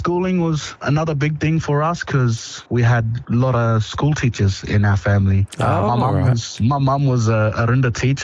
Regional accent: Alice Springs, Northern Territory, Australia; Yeah, so growing up in Alice

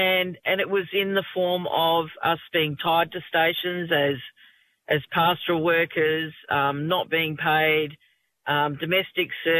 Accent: Western Australia, Australia; And I was brought up mainly in Noongar country because my nan was stolen as a 12-year-old along with her 9-year-old sister and put in an orphanage in Perth.

